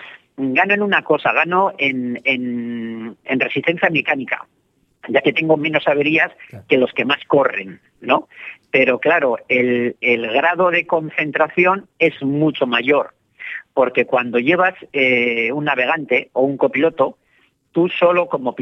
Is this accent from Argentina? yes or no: no; Spain; soy el único español que 3 veces ha estado en el Dakar de verdad